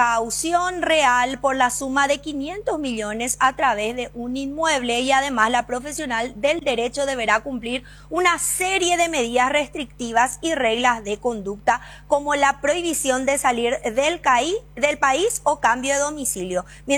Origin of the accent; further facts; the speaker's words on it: Paraguay; como paraguaya estoy hablando.